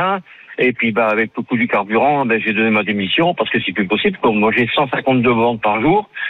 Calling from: Nouvelle-Aquitaine, France; moi, je suis sur la Gironde.

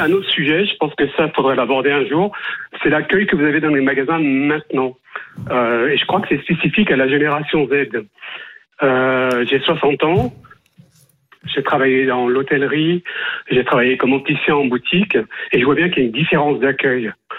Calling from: Lyon, Auvergne-Rhône-Alpes, France; là j'habite à Lyon en ce moment

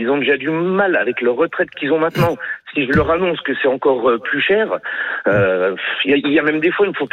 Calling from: Dijon, Bourgogne-Franche-Comté, France; Moi, je suis de Dijon. J'ai un peu plus de 110 km à faire.

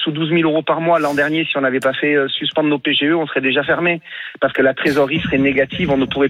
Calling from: Bordeaux, Nouvelle-Aquitaine, France; je suis sur Bordeaux aussi

